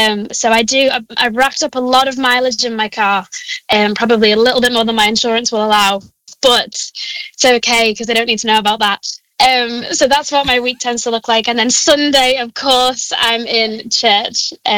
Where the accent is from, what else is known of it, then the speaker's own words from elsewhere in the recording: Liverpool, North West England, United Kingdom; I'm 25, I'm from Liverpool. If you can't hear that accent